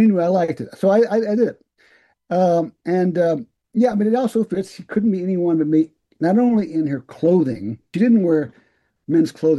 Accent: Alabama, United States; moved away; also born or lived in Hudson County, New Jersey; I am from Alabama.

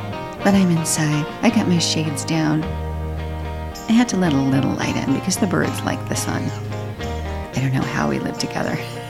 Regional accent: New York, United States; because I am a New Yorker, but I also have these San Antonio roots.

